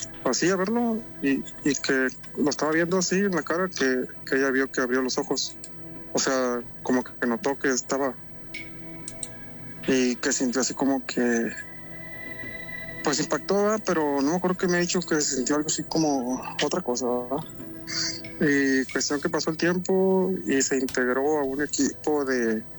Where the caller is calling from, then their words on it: Tamaulipas, Mexico; De acá, Tamaulipas.